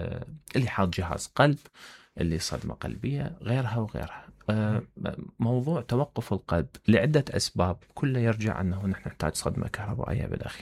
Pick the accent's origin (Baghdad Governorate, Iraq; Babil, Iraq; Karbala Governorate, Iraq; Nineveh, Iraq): Babil, Iraq; Hillah; يعني معاونة من الحكومة المحلية في بابل. أتمنى أن مدينتي تصير بهالطريقة